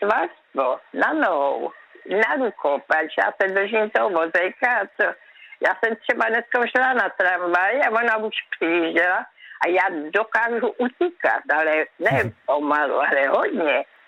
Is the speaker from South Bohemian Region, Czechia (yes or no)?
no; Brno, South Moravian Region, Czechia; Víte, kde jsem vyrostla v Kamence? To je tam je kopec v Brně.